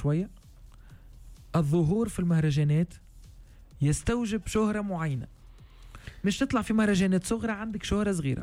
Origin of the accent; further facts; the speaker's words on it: Tunisia; انا فنان تونسي واستاذ موسيقى